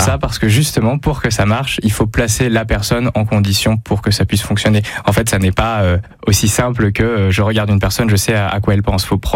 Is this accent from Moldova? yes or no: no; Auvergne-Rhône-Alpes, France; now in Romans-sur-Isère, France; Alors j'ai grandi dans le Vercors et j'habite à Romans maintenant.